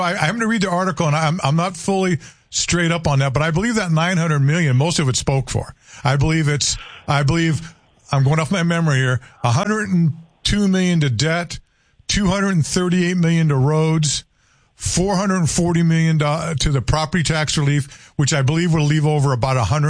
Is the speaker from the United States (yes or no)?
yes; United States; nothing personal against any, but I'm an American.